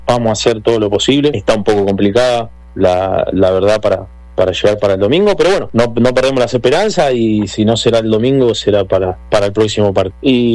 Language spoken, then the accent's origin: Spanish; Argentina; moved away; realmente como argentino